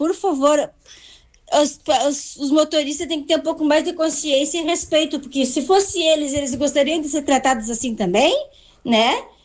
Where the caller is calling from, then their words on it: Joaçaba, Santa Catarina, Brazil; falo de Joaçaba.